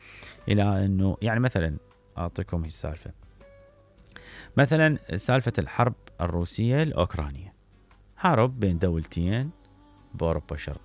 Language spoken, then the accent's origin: Arabic; Iraq; أنت كمواطن عراقي